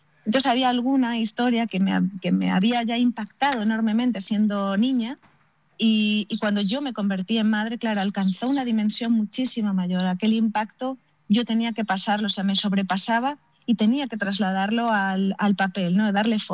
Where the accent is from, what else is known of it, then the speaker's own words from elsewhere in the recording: Galicia, Spain; now in Madrid, Spain; mis raíces gallegas, de quien vive con constante morriña, porque vivo en Madrid.